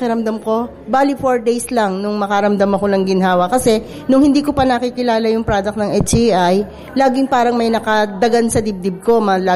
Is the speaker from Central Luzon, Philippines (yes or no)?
no; Santa Cruz, Calabarzon, Philippines; from Santa Cruz, Laguna. Barangay San Juan, Santa Cruz, Laguna po.